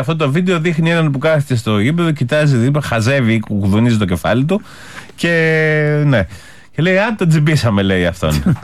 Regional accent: Greece; Εγώ δεν χαίρομαι ως Έλληνας φύλαθλος.

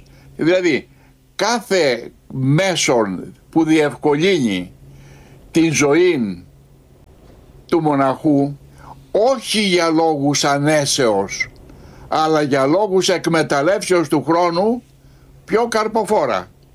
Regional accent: Greece; ως Έλληνες

